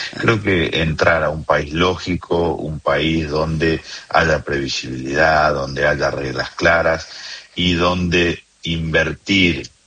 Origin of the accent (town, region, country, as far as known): Argentina